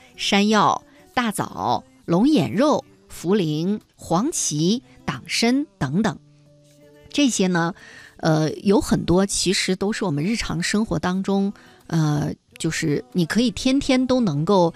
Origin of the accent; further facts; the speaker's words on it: Kunming, Yunnan, China; 咱们昆明人要是煮火腿的时候用一些这个白扁豆